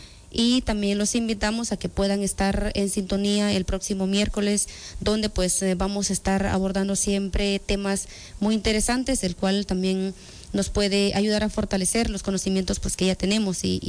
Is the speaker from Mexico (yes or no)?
no; Guatemala; como territorio guatemalteco y como población en general.